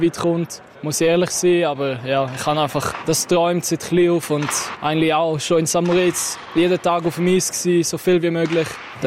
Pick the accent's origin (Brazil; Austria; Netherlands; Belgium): Netherlands; now in Switzerland; Weil ich bin natürlich als Holländer ein Fußballfan gewesen